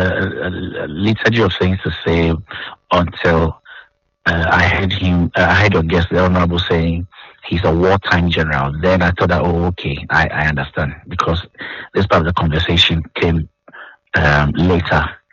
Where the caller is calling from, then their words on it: Accra, Greater Accra, Ghana; I'm here in Accra.